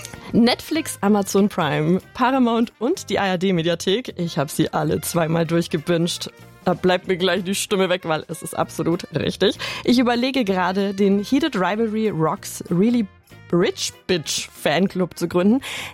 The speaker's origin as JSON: {"language": "German", "town": "Bayreuth", "region": "Bavaria", "country": "Germany", "tie": "born or raised there", "said": "Der hält mich nämlich nicht in Bayreuth, meiner Heimatstadt."}